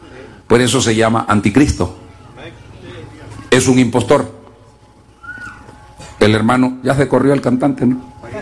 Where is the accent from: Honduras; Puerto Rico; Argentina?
Honduras; yo soy hondureño.